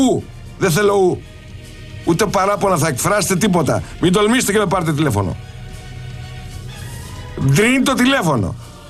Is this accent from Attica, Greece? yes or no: no; Mystras, Peloponnese, Greece; Στα μέρη μου, στο Μιστρά.